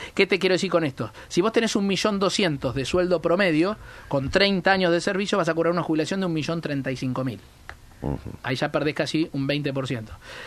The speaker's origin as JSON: {"language": "Spanish", "country": "Argentina", "moved": "yes", "lives_now": "Patagonia, Argentina", "said": "Yo soy de Buenos Aires"}